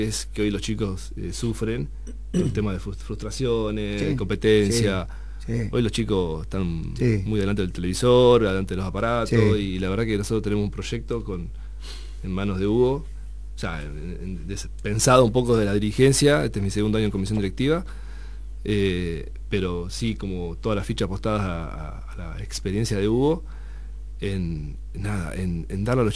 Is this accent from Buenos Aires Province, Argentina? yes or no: yes; General Villegas, Buenos Aires Province, Argentina; yo viví, yo soy de Villegas, nací dentro del club